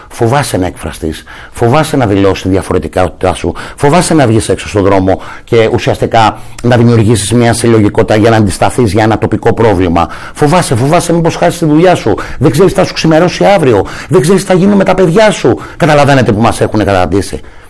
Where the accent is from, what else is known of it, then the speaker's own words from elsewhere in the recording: Aliveri, Central Greece, Greece; Διότι ήρθε στο Αλιβέρι την γενέτειρά μου, την ιδιαίτερη πατρίδα μου, το Αλιβέρι Ευβίας, ο κύριος Μητσοτάκης.